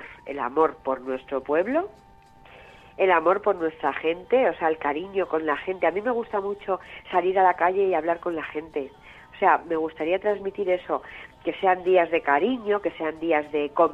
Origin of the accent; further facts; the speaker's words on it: Alpedrete, Community of Madrid, Spain; yo de por sí me siento muy alpedreteña, me gustan mucho mis fiestas, me gusta mucho mi pueblo